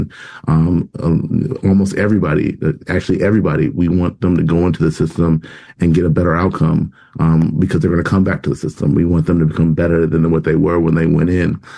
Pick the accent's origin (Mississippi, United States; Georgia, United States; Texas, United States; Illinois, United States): Illinois, United States; Chicago; I was born in South Shore and raised in West Plumman and currently reside in Morgan Park.